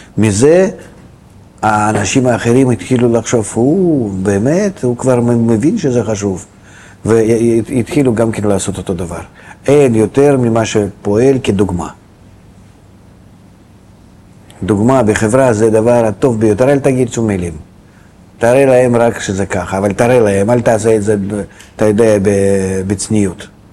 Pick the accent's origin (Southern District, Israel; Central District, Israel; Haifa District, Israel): Southern District, Israel; Beersheba; עממי, לא אז מה, אני מגיע מבאר שבע, כדי יודע